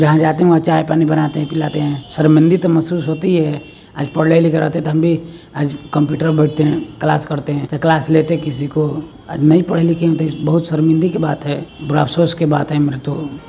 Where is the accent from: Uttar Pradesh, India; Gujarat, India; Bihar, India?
Bihar, India; Dhauda Dhankada; नहीं, मेरा गांव ढौड़ा धंकाड़ा है तो जैसे अब मतलब नहीं रहता, मेरे पापा 6 भाई थे तो सब बेच बाच दिए